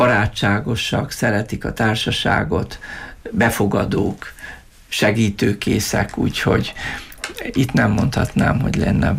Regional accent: Vojvodina, Serbia; Én ugye 52-ben születtem, még a múlt században, vagy ezredben, és abban az időben gyermekkoromra emlékezve elég szerényes viszonyok között éltünk

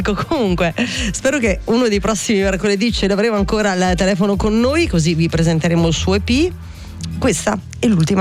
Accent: Friuli-Venezia Giulia, Italy; un evento che indubbiamente ha segnato la storia di quella terra, che è anche la mia terra in realtà, e che in qualche modo secondo me ha segnato anche chi è nato quell'anno, perché tutti noi che siamo nati nel 1976 siamo sempre chiamati come quelli nati l'anno del terremoto in Friuli Venezia Giulia.

